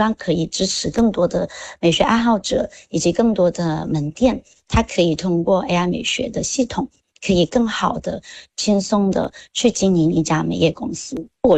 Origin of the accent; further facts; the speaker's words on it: Hong Kong; now in Huizhou, China; 主要是香港跟惠州真的是太近了。高铁1个小时的生活圈，我觉得是非常适合我们港人双向通勤和发展的。